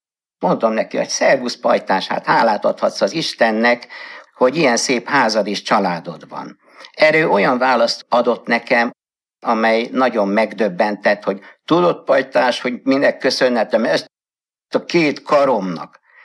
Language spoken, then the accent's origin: Hungarian; Budapest, Hungary; born there; 1946-ban születtem, hamar árvaságra jutottam apa részről, Budapest külső kerületébe költöztünk Rákoskertre, ahol nem is volt templom, így a család is, magam is később gyerekként nem jártam templomba.